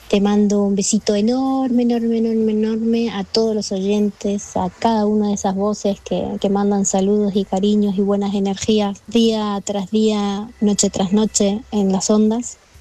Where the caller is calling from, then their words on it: Seville, Andalusia, Spain; de Sevilla.